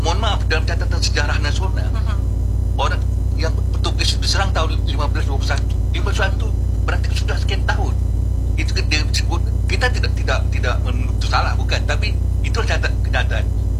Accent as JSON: {"language": "Indonesian", "region": "Riau", "country": "Indonesia", "said": "kalau kita orang Riau ini pasti dengar pernah dengan nama Koyan."}